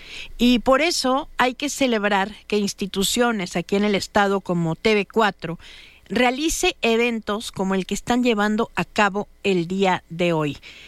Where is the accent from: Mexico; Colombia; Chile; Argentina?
Mexico